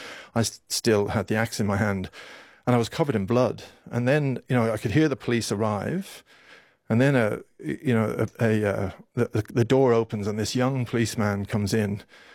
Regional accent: Ireland; I mean, rather amusingly, I come from Ireland. I grew up in Ireland in the 70s in a country that was sort of in the midst of a civil war.

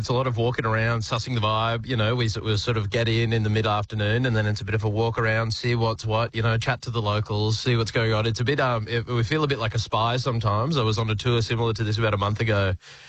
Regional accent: Brisbane, Queensland, Australia; now in Melbourne, Australia; I'm from Brisbane originally, so I've done a bit of road tripping sort of to and from Sydney. I'm based in Melbourne now

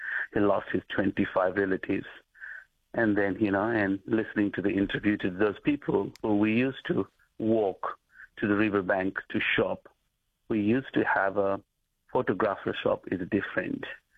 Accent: Rasuwa district, Bagmati, Nepal; moved away as an adult; now in Australia; Rusawa district is my hometown where I grew up. So I spent 27 years living there, and now I'm living in Australia for 20 years. So it's half of the life spent over there. And like here, to me, Nepal and Australia is both like my home

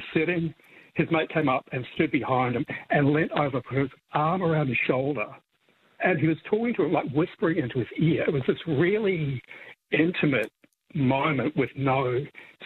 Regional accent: Ireland; Oh God, my family are chronic huggers, which is weird because we're Irish.

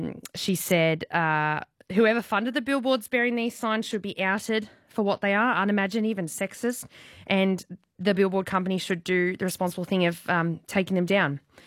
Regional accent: Victoria, Australia; because I grew up in Victoria, so did you.

